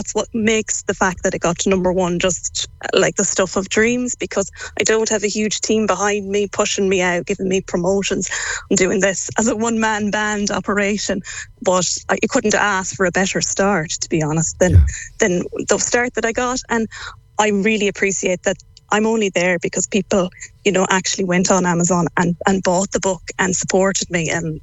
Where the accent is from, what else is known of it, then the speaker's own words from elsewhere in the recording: Swinford, Connacht, Ireland; now in Mullingar, Ireland; I'm actually from Park Road in town. So I'm a real townie.